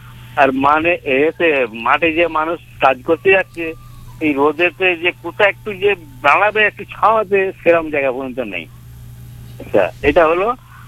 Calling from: Arambagh, West Bengal, India; আমাদের গ্রাম সাইডে বাড়ি, আমি আরামবাগ হুগলি থেকে

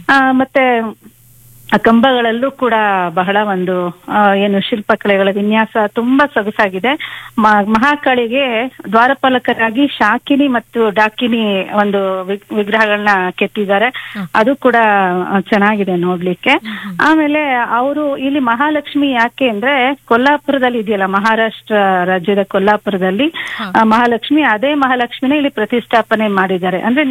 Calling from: Hassan, Karnataka, India

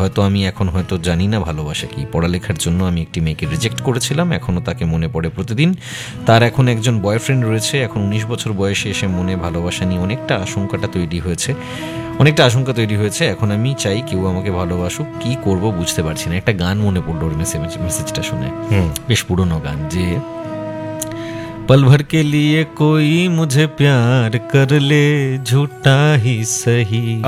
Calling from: Krishnanagar, West Bengal, India; আমি কৃষ্ণনগর নদী থেকে

